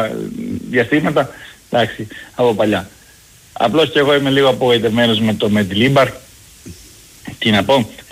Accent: Plakias, Crete, Greece; από Πλακιά.

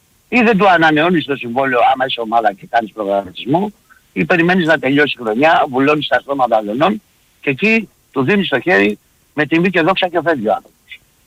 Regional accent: Nea Makri, Attica, Greece; επειδή είμαι από Νέα Μάκρη, θα σου πω για τον Διόνυσο.

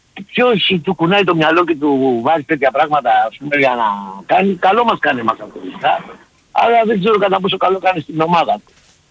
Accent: Nea Makri, Attica, Greece; επειδή είμαι και εγώ από Νέα Μάκρη

